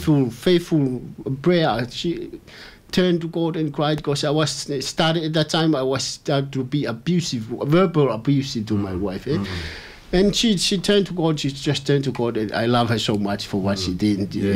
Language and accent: English; Tonga; Because before I came from Tonga, I can see beautiful girls, beautiful